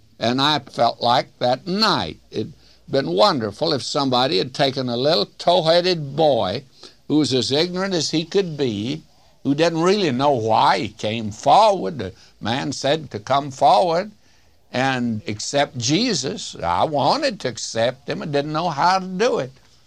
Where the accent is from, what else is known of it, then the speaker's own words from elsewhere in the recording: Springer, Oklahoma, United States; I was raised in the South. I can remember as a little boy that they went forward when I was 10 years old under a brush arbor in Springer, Oklahoma, back of an unpainted Methodist church.